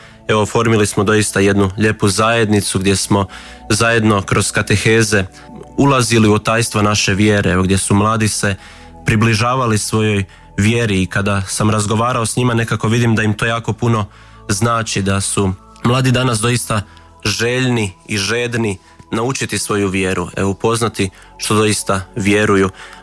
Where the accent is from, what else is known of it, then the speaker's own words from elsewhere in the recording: City of Zagreb, Croatia; Pa evo, ja dolazim iz Brestija koje je dosta, možemo reći, na periferiji grada i vidi se da je i mentalitet ljudi, vjernika, drugačiji od onoga u samom centru.